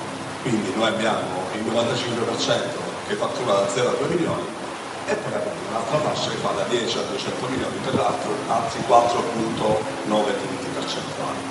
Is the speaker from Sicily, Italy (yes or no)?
yes; Sicily, Italy; essendo siciliano